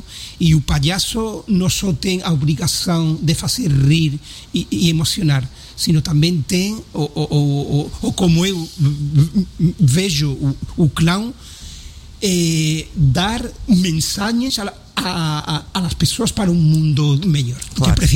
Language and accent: Portuguese; Spain; Portuguese is a second language; now in Portugal; eu sou espanhol e durmo a siesta